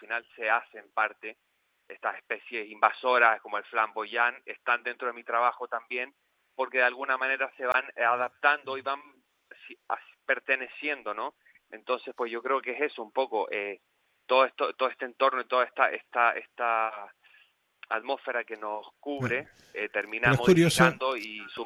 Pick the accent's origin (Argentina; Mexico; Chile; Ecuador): Chile; moved away as an adult; also born or lived in Barcelona; now in Canary Islands, Spain; Me cambié mucho de casa de pequeño cuando vivía en Chile. Mi madre trabajaba mucho, nos movíamos mucho, vivíamos siempre, bueno, de alquiler, de aquí a allá.